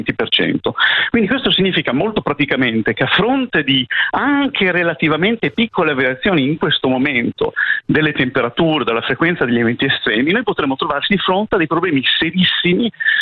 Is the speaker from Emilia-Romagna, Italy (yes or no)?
yes; Bologna, Emilia-Romagna, Italy; Faccio un esempio: Bologna, che lei cita, come voi potete sentire dall'accento, io sono di Bologna.